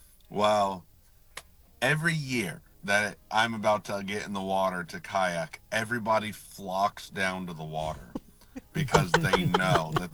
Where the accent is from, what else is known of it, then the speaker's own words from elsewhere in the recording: Ohio, United States; I grew up on Guilford Lake.